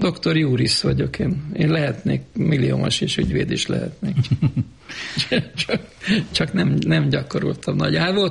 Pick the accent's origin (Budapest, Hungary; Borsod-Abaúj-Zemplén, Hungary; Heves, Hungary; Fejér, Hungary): Fejér, Hungary; Székesfehérvár; also born or lived in Vác; Éltünk, de nem ott születtem, én Vácon, szóval vagomban voltak, és Vácon születtem, de hát ilyen átmeneti állapotban. Fehérváron jártam iskolába, ciszterekhez jártam